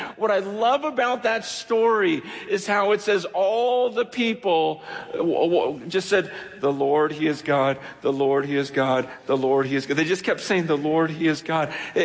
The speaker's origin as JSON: {"language": "English", "town": "San Francisco", "region": "California", "country": "United States", "said": "I come from San Francisco, and as most of you know, San Francisco is not exactly known for Christianity."}